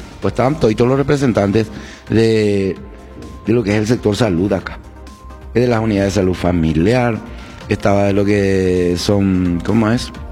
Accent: Paraguay; como paraguayo, como ciudadano de esta República de Yaycuay

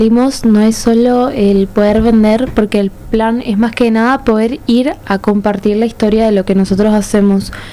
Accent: Argentina; now in Paraguay; Yo me estoy formando, yo soy argentina, pero soy 100% producto paraguayo. Me estoy formando acá en Paraguay, en la Universidad Americana.

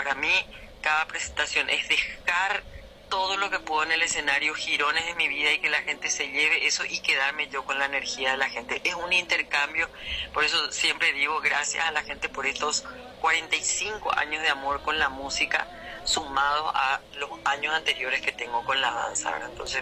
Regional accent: Asunción, Paraguay; born there; Vengo de padres campesinos, ¿verdad? Como muchos los que estamos acá. Yo ya nací en Asunción, pero vengo de padres campesinos

